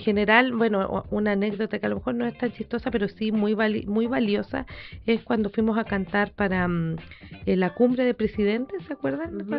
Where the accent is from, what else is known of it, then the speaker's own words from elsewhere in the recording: Vicuña, Coquimbo, Chile; Bueno, tenemos de La Serena y de Coquimbo, ¿ya? Y yo que soy de Vicuñita.